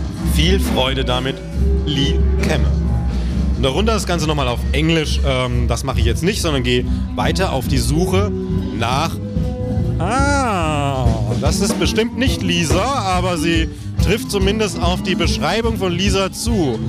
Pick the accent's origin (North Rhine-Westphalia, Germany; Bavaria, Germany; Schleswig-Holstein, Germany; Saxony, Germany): Bavaria, Germany; Genau, das holt mich nämlich ab, weil ich bin Franke.